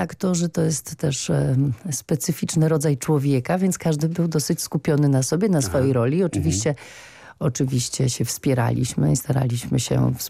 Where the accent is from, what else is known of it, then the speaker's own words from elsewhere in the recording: Austria; born there; Polish is a second language; Nie jestem włoskojęzyczną aktorką, jestem niemieckojęzyczną aktorką. Urodziłam się w Austrii.